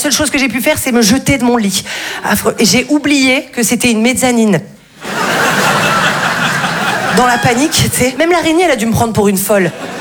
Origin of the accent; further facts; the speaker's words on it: Val-de-Blore, Provence-Alpes-Côte d'Azur, France; parce que moi, je viens d'un tout petit village qui s'appelle Val-de-Blore. C'est sublime, mais alors il faut pas du tout se faire mal là-bas